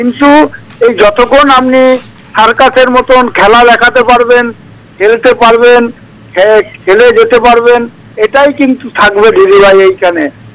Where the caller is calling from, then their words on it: Budbud, West Bengal, India; আমি পশ্চিমবঙ্গের পূর্ব বর্ধমান জেলার বুধবুধ থেকে